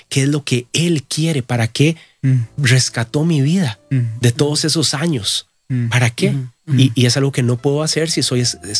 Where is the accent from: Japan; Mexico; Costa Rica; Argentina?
Costa Rica; yo crecí en Costa Rica, en una familia de hombres.